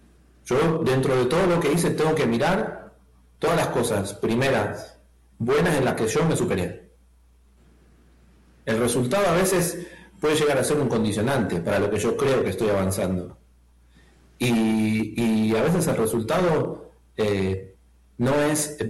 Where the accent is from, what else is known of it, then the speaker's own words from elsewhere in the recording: Argentina; probablemente yo no me hubiera dicho hincha del equipo que me hice de pequeño en Argentina